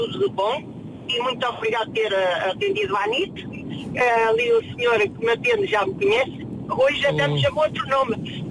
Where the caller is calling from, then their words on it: Santa Comba Dão, Portugal; Eu sou de Santa Comba